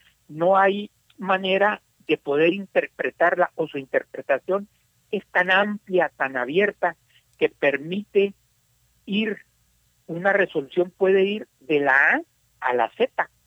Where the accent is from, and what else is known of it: Mexico